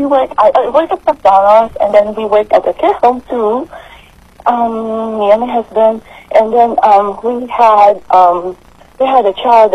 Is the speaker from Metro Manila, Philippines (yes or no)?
no; Central Luzon, Philippines; moved away as an adult; also born or lived in Baguio City, Philippines; now in United States; I'm just a regular girl, a regular person in the Philippines. Like, I grew up in Nueva Ecija, and then I had a college education for nursing.